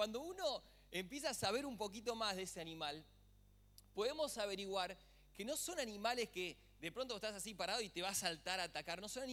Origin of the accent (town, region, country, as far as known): Argentina